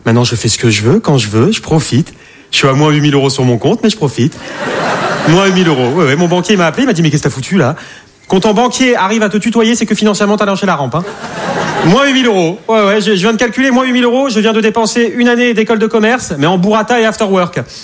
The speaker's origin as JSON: {"language": "French", "town": "Arcachon", "region": "Nouvelle-Aquitaine", "country": "France", "said": "Je n'ai rien contre les vieux, je viens du bassin d'Arcachon. C'est... Ah bah c'est l'emblème, hein."}